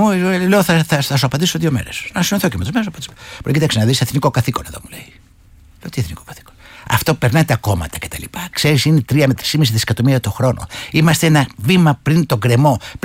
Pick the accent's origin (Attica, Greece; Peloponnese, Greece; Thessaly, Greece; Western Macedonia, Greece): Thessaly, Greece; Από τη Θεσσαλία, που είμαι εγώ, από την Ήπειρο, από την Κρήτη